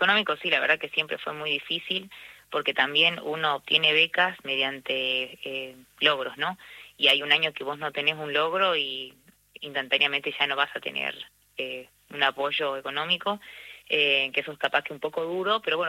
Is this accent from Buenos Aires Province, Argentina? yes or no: no; Salta, Argentina; Yo soy de Capital.